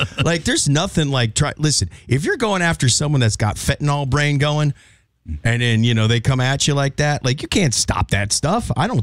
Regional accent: Nashville, Tennessee, United States; I grew up in Nashville.

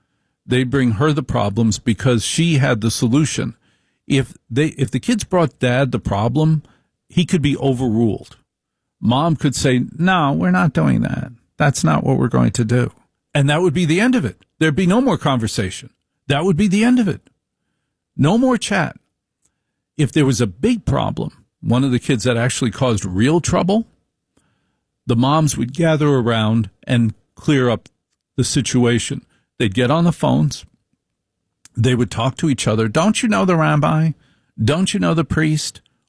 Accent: New Jersey, United States; when I grew up in Jersey

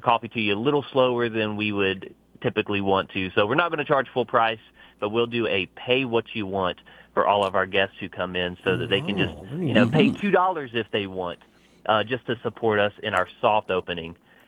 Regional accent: Athens, United States; moved away as an adult; also born or lived in Birmingham / West Palm Beach, Florida; So I'm from the Athens area. Grew up here, born and raised.

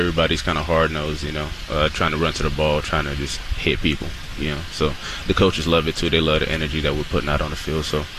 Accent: Portland, Oregon, United States; I'm from Portland, Oregon.

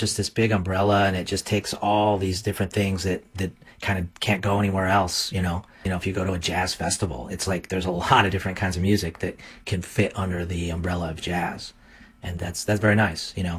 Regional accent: Binghamton, New York, United States; So I live in a kind of small city

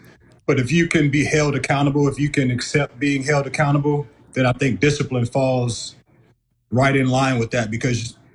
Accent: St. Louis, Missouri, United States; I'm a hometown kid, born and raised in St. Louis. This has always been home for me, even through the cities that I played in. I've always made my way back home, you know, in the summertime.

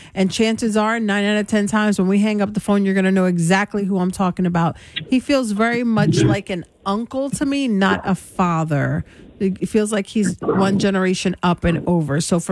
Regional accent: Elizabeth, New Jersey, United States; I grew up in Elizabeth, New Jersey, and there was a place called the Berg where all the old Italian men would be

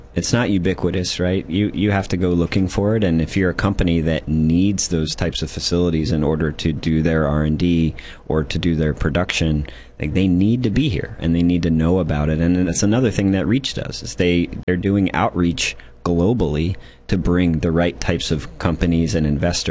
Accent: East Coast, United States; also born or lived in Colorado; I grew up on the East Coast, went to Colorado for undergrad, came to Pepperdine for my master's, and then...

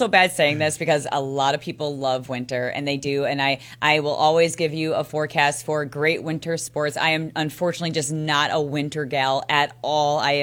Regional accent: Franklin, Wisconsin, United States; my hometown in Franklin, wouldn't be mad to go there every once in a while, say hi to mom and dad

